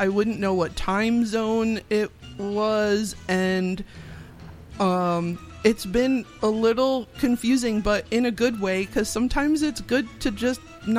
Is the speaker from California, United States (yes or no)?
no; New Jersey, United States; And when I say Lawns, you could tell I'm from North Jersey.